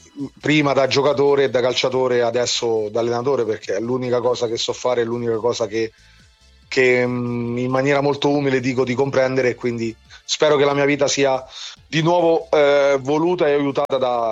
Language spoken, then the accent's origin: Italian; Trebisacce, Calabria, Italy; born there; now in Ascoli Piceno, Italy; sono nato in Calabria, un piccolo paesino in provincia di Cosenza, a Trebisacce. Ormai casa mia è Ascoli Piceno